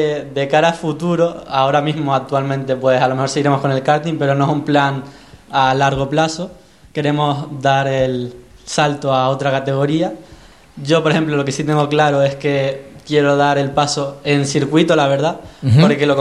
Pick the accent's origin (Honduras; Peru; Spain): Spain; Fernando Alonso, Carlos Sainz, siendo españoles, sientes una mayor relación con ellos.